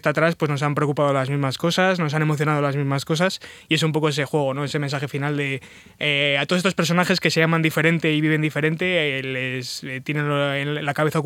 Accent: Soria, Castile and León, Spain; born there; moved away; el viernes fue en Soria, que es mi ciudad natal

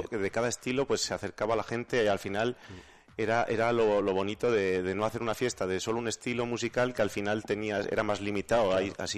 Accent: Spain; yo soy de Matamalas, de un pueblo

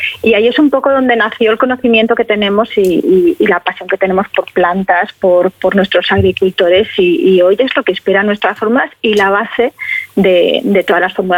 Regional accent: Valencian Community, Spain; now in Murcia, Spain; yo soy valenciana, pero bueno, ya me considero murciana porque llevo ya más de 20 años en Murcia

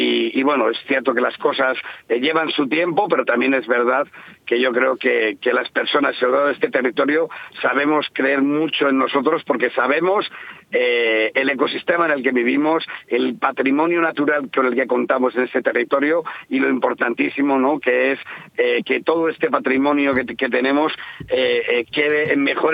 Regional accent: Castile and León, Spain; Nosotros somos de Castilla y León, nosotros somos de este territorio, somos rurales en origen

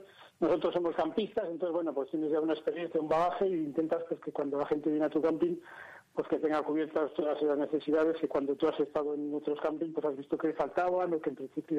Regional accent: Pradoluengo, Castile and León, Spain; Somos de aquí, del pueblo natal, somos de Natales de Pradoluengo

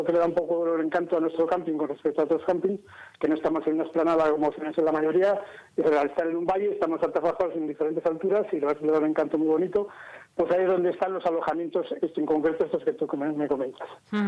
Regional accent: Pradoluengo, Castile and León, Spain; born or raised there

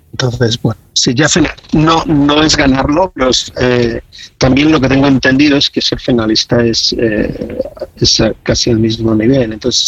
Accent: Valladolid, Castile and León, Spain; yo soy de Valladolid, me he criado en Valladolid, he vivido prácticamente toda la vida en Valladolid, he estudiado en la Escuela de Arte de Valladolid

